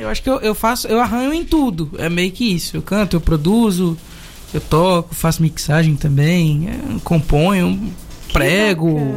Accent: Bahia, Brazil; now in Goiânia, Brazil; eu sou baiano. Nasci no interior da Bahia

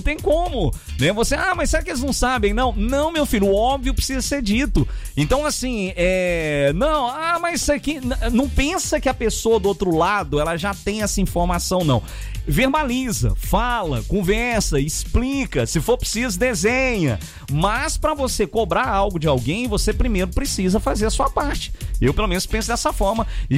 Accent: Paracatu, Minas Gerais, Brazil

